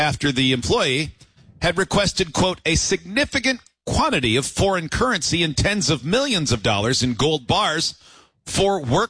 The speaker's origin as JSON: {"language": "English", "region": "New Jersey", "country": "United States", "said": "I'm originally from Jersey."}